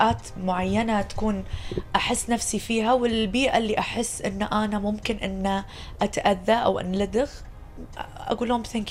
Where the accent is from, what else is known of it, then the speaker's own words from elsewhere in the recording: Kuwait; أنا الفنانة اللي ربيت بالكويت ونشأت من الفن الكويتي أو بالفن الكويتي بالبيت هني بالكويت، حبيبتنا إحنا مالتنا. وأنا فنانة يعني لبنانية كويتية